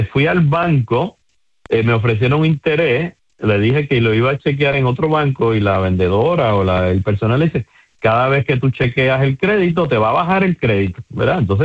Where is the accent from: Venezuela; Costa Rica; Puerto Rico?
Puerto Rico; somos nosotros los puertorriqueños